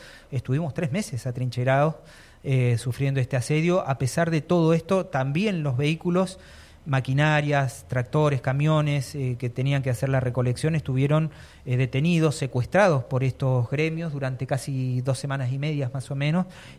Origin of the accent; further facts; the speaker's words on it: Allen, Río Negro, Argentina; Soy una persona de Barrio Tiro Federal, de Allen, todos me conocen, estoy viviendo en Barrio Sauce